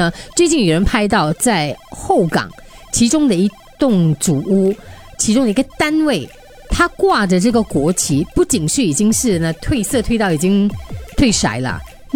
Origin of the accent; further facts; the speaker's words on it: Singapore; 因为我们是新加坡人，跟现在新加坡生日了。